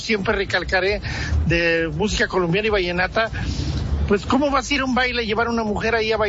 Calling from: Mexico; Ya no tenemos arraigado el sentimiento de querer o demostrar que somos mexicanos.

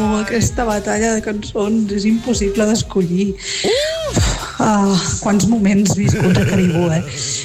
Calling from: Centelles, Catalonia, Spain; Jo soc de Centelles

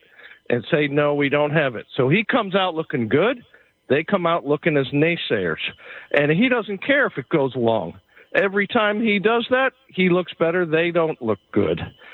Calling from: Mobile, Alabama, United States; from Mobile, Alabama

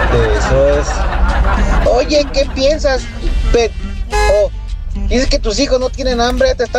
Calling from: Mexico; México, San Gregorio

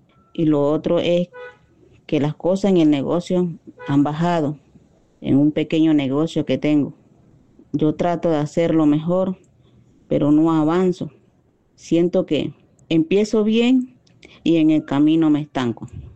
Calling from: Colón, Panama; Soy de la Costa Abajo. Actualmente vivo en La Verbena, Colón. … Nací el 18 de noviembre de 68.

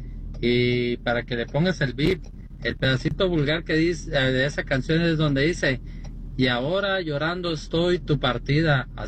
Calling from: Sinaloa, Mexico; soy sinaloense

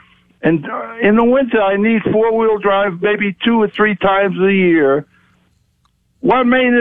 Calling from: New York City, New York, United States; I'm from New York City.

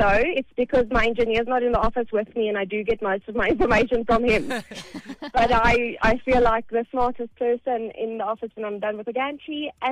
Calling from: Benoni, Gauteng, South Africa; But I'm calling from Benoni in Joburg.

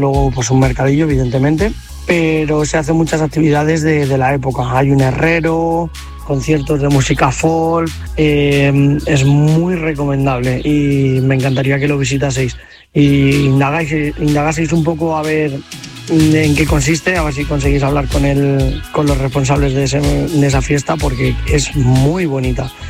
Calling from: Collado Villalba, Community of Madrid, Spain; ¿Qué tal? … Collado Villalba.

